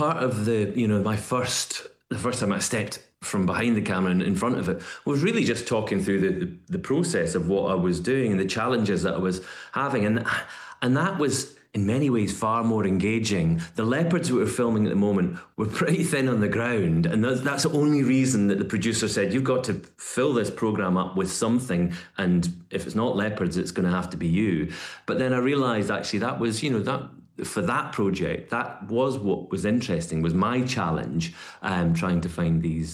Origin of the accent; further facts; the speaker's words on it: Mull, Scotland, United Kingdom; Yeah, well, I kind of growing up on Mull, everybody had a sort of summer job or weekend job